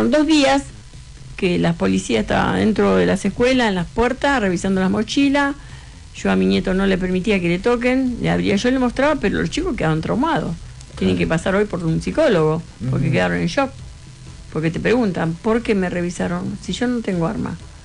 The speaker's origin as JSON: {"language": "Spanish", "country": "Argentina", "said": "me duele el alma decir que soy argentina"}